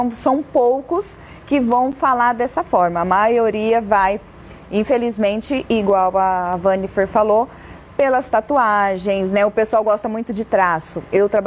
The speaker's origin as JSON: {"language": "Portuguese", "town": "Taboão da Serra", "region": "São Paulo", "country": "Brazil", "said": "Eu sou do Taboão da Serra, né?"}